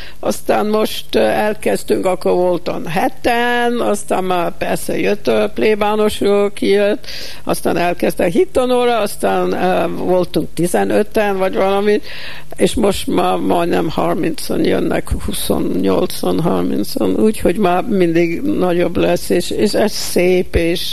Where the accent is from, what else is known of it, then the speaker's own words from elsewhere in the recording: Hungary; moved away; also born or lived in United States; és itt nőttem föl gyerekkoromban. Úgyhogy nagy körbe körül szaladtam, és hazajöttem, és biztos az emberek meg fogják azt érteni, hogy idevaló vagyok.